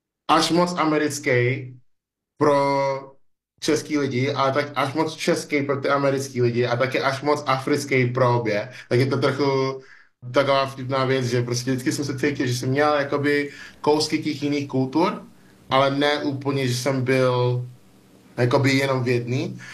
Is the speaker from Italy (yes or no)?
no; Nigeria; Czech is a second language; now in Czech Republic; jsem vždycky cítil, že nejenom, že jsem z Nigérie a člověk z Nigérie žije v České republice